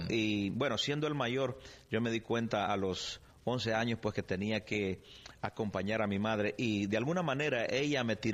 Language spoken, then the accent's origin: Spanish; San Pedro Sula, Cortés, Honduras; born there; Esa fue mi niñez. Nací en San Pedro Sula, Honduras.